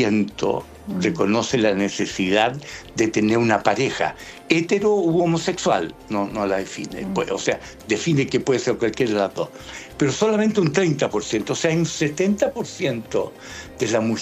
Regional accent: Chile

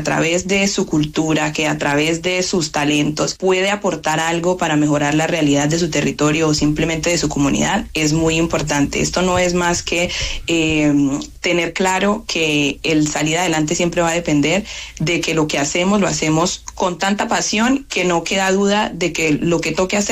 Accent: Chocó, Colombia; aunque yo salí del Chocó, el Chocó nunca ha salido de mi cuerpo, de mi mente y de todos los proyectos que yo he realizado.

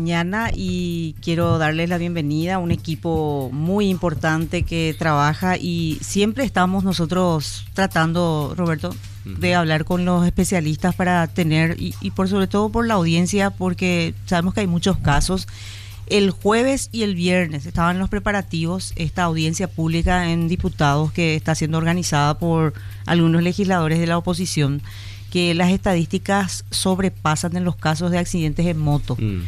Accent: Paraguay

